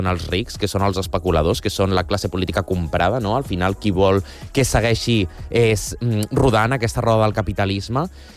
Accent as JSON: {"language": "Catalan", "town": "Barcelona", "region": "Catalonia", "country": "Spain", "said": "jo sempre dic que la gent que som de Barcelona, no, sembla que com que totes compartim que estimem molt la nostra ciutat i som molt de Barcelona, saps?"}